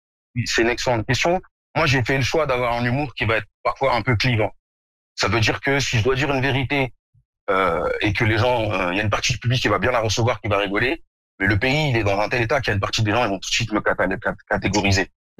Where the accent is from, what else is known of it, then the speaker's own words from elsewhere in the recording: Zagora, Drâa-Tafilalet, Morocco; J'ai toujours une bonne réputation grâce à la région de Zagora de laquelle je suis originaire.